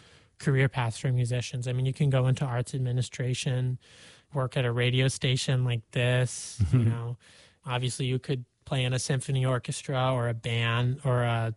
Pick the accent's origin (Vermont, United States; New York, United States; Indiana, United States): Vermont, United States; given that I'm from Vermont, I like to take walks. I like to ski. I like to hike.